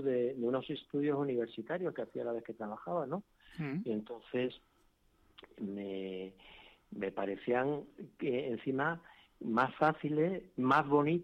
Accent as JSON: {"language": "Spanish", "town": "Cádiz", "region": "Andalusia", "country": "Spain", "tie": "born or raised there", "also_born_or_lived": "Madrid / Melilla", "said": "Yo me crié en Cádiz, acabamos en Madrid. Después yo seguí el camino militar y por eso acabé de nuevo en Melilla"}